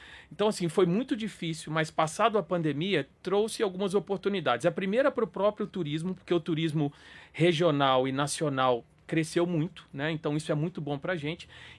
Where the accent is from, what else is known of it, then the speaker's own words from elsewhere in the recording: Minas Gerais, Brazil; eu como mineiro...